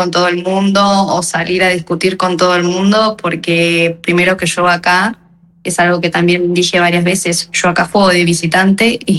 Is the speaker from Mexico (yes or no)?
no; Argentina; now in Spain; se alegraban de que yo sea argentina